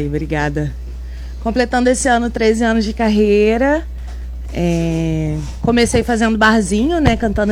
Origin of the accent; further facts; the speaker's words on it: Rio Bonito, Rio de Janeiro, Brazil; sou de Rio Bonito